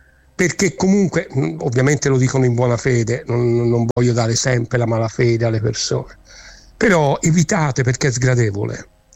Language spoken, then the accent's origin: Italian; Catania, Sicily, Italy; Catania, che è tra l'altro la mia città natale